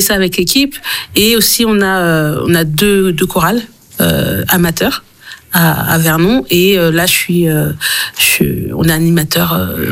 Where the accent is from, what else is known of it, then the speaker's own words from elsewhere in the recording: Haiti; Alors, moi je suis haïtienne